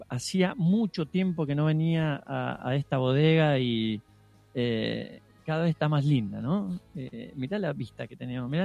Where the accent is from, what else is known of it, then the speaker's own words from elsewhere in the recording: Mendoza, Argentina; Qué privilegiados somos los mendocinos